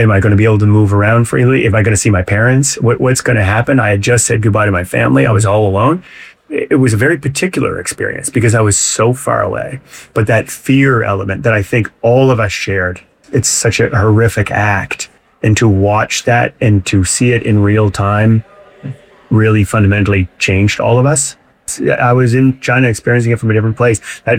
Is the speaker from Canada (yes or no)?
yes; Fredericton, New Brunswick, Canada; Fredericton right now in my hometown, Come From Away showing in Fredericton